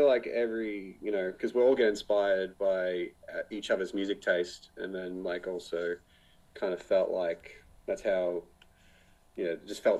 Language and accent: English; Melbourne, Victoria, Australia; So we're originally from Melbourne.